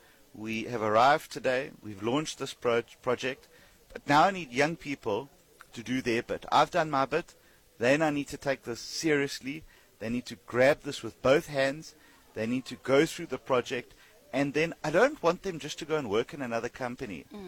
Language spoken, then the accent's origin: English; England, United Kingdom; I'm English.